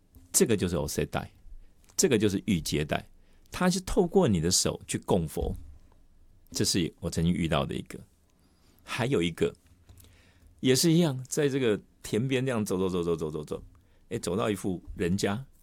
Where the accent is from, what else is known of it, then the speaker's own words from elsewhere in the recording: Taiwan; 我说我们是台湾来的